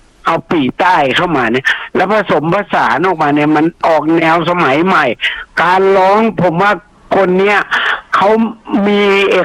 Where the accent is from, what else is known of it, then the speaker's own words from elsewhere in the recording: Ang Thong, Thailand; born there; also born or lived in Na Thawi; าวไม่ผมเกิดอ่างทองไงแต่ว่าผมเคยไปอยู่ที่นาทวีมาน